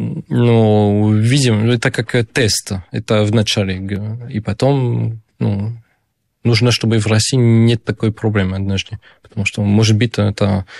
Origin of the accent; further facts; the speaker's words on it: France; Russian is a second language; moved away as an adult; now in Russia; Ну, это один из причин, почему я уезжаю из Франции. Это не единственный, почему я приехал в Россию, потому что Россию люблю